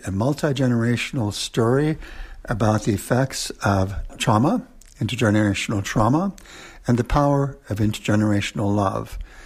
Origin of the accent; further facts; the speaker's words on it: Minneapolis, Minnesota, United States; I'm from Minneapolis.